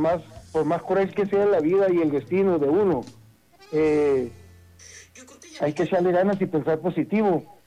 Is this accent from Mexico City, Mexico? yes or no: no; Carbó, Sonora, Mexico; also born or lived in Querobabi, Sonora; nací en el pueblo de Carbó, Sonora, al cual amo y quiero con todo mi corazón.